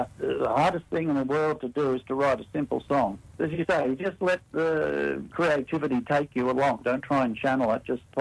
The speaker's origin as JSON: {"language": "English", "town": "Rockhampton", "region": "Queensland", "country": "Australia", "tie": "born there", "said": "And then, so I was born in Rockhampton in Queensland."}